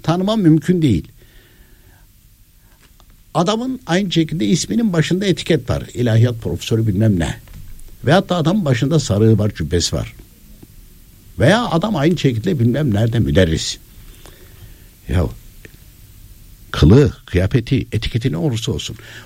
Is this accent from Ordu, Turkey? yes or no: no; Konya, Turkey; ben de kendim Konyalıyım.